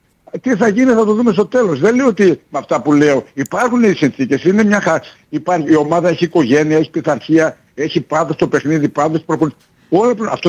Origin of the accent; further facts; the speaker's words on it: Ampelokipoi, Central Macedonia, Greece; το πιστοποιητικό γέννησης λέει αμπελόκηπη, είναι η πόλη μου.